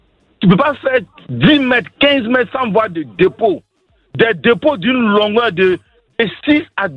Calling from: Abidjan, Côte d’Ivoire; Je suis à Abidjan.

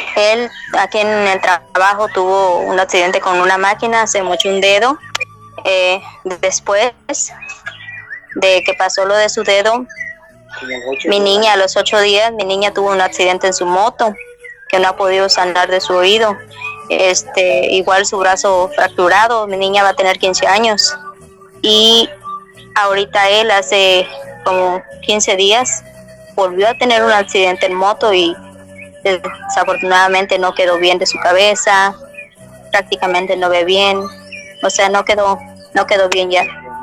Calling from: Otilio Montaño, Quintana Roo, Mexico

